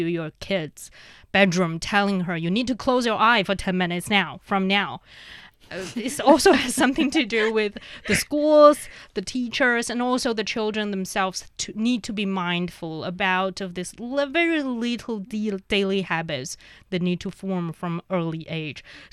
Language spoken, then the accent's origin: English; Inner Mongolia, China; Yeah, I'm from Inner Mongolia.